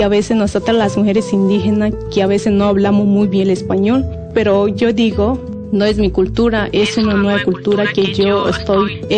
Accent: Guerrero, Mexico; born there; Spanish is a second language; now in Mexico City, Mexico; tengo 25 años, nací en Canún, Zacualpa, municipio de Metepec, en el estado de Guerrero. Preservo y conservo mi identidad indígena, soy 100% mujer indígena, amusca, y hablo mi lengua.

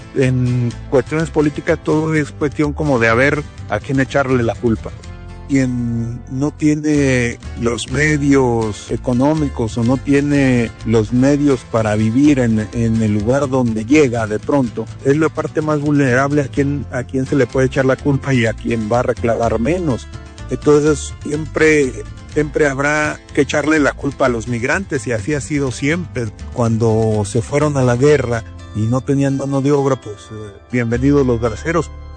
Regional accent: Mexico

